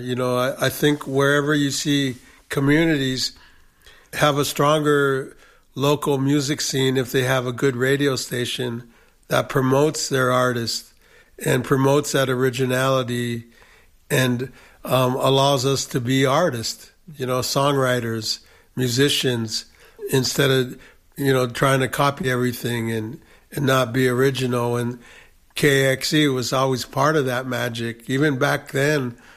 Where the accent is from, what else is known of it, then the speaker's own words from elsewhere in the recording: Parkville, Minnesota, United States; moved away; I grew up in a little town called Parkville, which is a melancholy feeling because it isn't there anymore where I grew up.